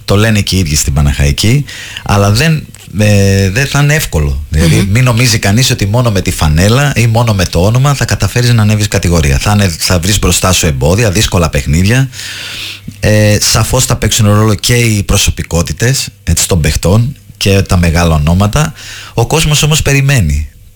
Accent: Greece; Είναι το ταπεραμπέντο μας σαν Έλληνες.

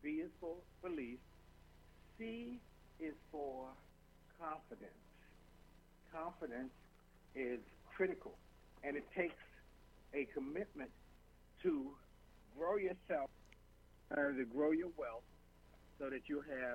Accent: Washington, District of Columbia, United States; I grew up in Washington, D.C., and yeah. I still live there.

